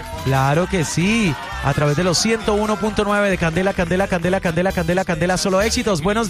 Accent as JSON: {"language": "Spanish", "country": "Colombia", "said": "saluda a mi pueblo, mi Colombia querida."}